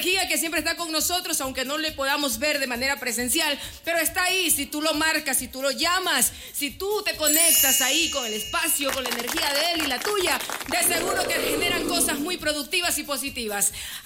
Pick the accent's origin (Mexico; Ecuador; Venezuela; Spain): Ecuador; Guayaquil, Guayas; born there; Y nosotros, quienes somos guayaquileños de verdad, guayaquileños de cepa, esos que hemos nacido, esos que arranca la cédula 09.